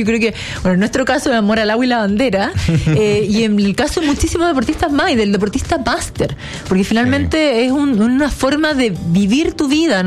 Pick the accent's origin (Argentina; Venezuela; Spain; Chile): Chile